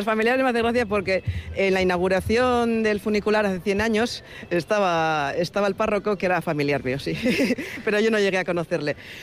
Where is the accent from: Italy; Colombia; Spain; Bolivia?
Spain; Basque Country; Y es mi funi, como digo yo, ¿no? Es mi pueblo